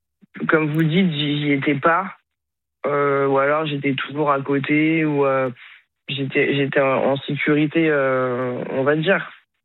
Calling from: Asnières-sur-Seine, Île-de-France, France; Je suis à Asnières-sur-Seine.

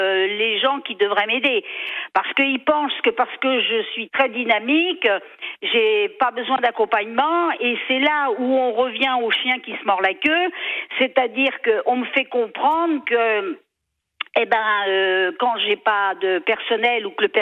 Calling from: Pays de la Loire, France; moi, j'habite en Vendée et j'habite tout près de la mer, en fait, dans un endroit relativement bien.

